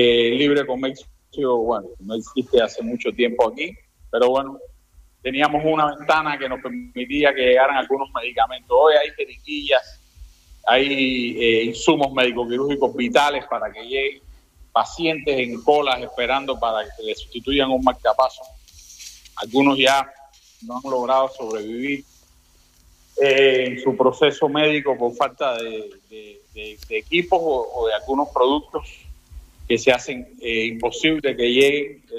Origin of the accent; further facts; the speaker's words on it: Cuba; now in Panama; nosotros como cubanos residentes en Panamá